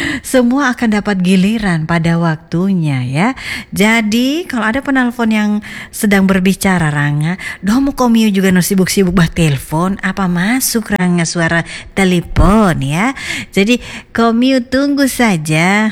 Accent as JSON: {"language": "Indonesian", "town": "Palu", "region": "Central Sulawesi", "country": "Indonesia", "said": "saya warga Palupi"}